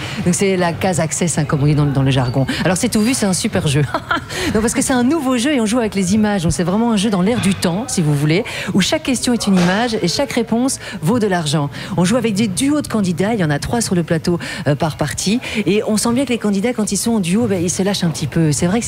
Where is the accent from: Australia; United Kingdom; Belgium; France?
Belgium; Brussels